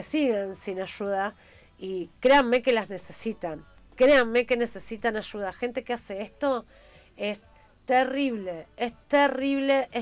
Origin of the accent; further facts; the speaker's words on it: Argentina; como argentinos, como argentina que soy